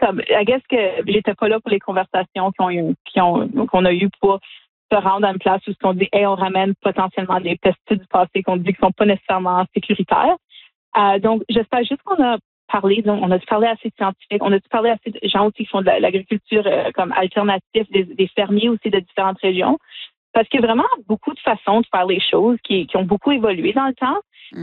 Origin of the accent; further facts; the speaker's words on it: Sudbury, Ontario, Canada; nous, on vient de Sudbury. Donc, c'est une ville minière